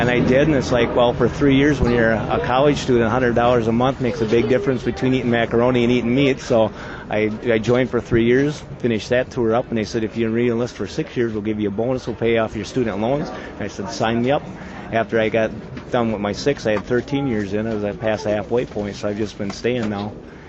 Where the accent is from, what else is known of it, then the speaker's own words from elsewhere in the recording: Omro, Wisconsin, United States; I'm from Oshkosh. I'm from Omro, actually.